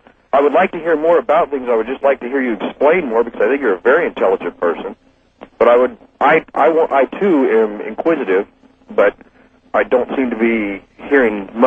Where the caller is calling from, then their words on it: Victorville, California, United States; I'm in Baker, California right now. … from California. I actually live in Victorville.